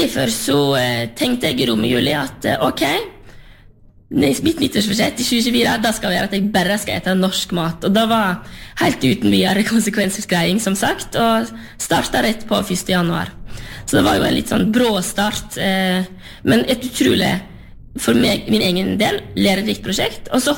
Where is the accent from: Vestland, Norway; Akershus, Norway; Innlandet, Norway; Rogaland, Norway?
Vestland, Norway; som jeg kommer jo selv ifra Lerigard på Sørheim, og ser hva store ringvirkninger landbruket har i et lokalsamfunn, eller mange av de lokalsamfunnene som jeg har i Luster